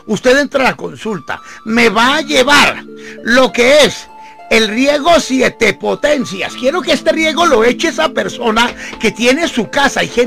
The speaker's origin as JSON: {"language": "Spanish", "town": "Paya", "region": "Boyacá", "country": "Colombia", "tie": "born there", "said": "Tengo 58 años. … Nací en Paya, Boyacá."}